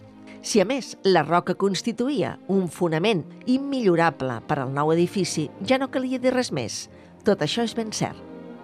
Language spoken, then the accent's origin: Catalan; Catalonia, Spain